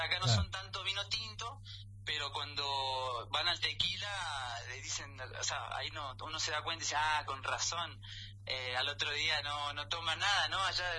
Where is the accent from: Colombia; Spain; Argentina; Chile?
Argentina; San José de Jáchal, San Juan; now in Guadalajara, Mexico; Realmente pasó una infancia, eso es lo que tiene lindo Hachal, que es muy muy puro en ese lado de una infancia totalmente pura, ¿no? Realmente creo que me tocó vivir eso, y la verdad que después, bueno, de la vida nos fuimos al